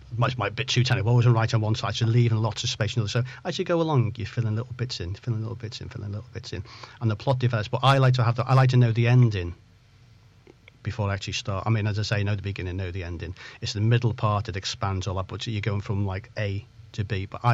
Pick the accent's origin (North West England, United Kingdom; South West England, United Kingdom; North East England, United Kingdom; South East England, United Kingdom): North West England, United Kingdom; Chester; also born or lived in Liverpool / Barrow-in-Furness / Ulverston; And I'm actually from Chester. I lived in Liverpool for quite a few years, and the more the countryside places, and I used to live in Barrow and Furness in Cumbria and Ulverston up there